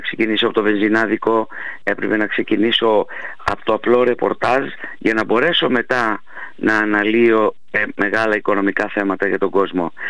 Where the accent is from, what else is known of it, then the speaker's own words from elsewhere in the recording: Samos, North Aegean, Greece; moved away; ξεκινώντας από τη Σάμο, από το χωριό μου